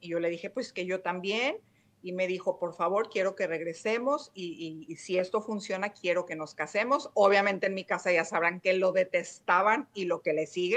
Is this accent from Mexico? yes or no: yes; León, Guanajuato, Mexico; yo soy de León, Guanajuato, yo me fui a vivir a estudiar a la Universidad a Puebla.